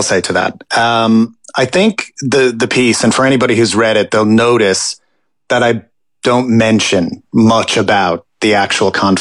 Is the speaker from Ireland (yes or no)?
yes; Ireland; Like, I'm Jewish, but I'm also Irish, right? So I'm part of this community.